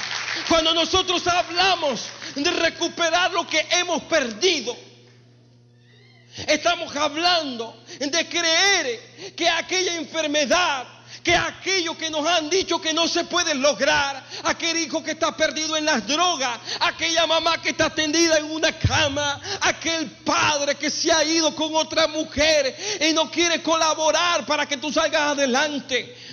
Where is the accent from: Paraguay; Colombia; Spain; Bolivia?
Colombia; Me llevan a un lugar en mi país que se llama Caimito Sucre.